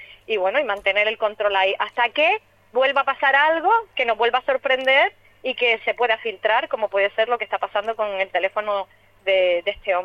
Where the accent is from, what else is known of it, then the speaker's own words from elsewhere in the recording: Spain; todos los españoles que estábamos adormecidos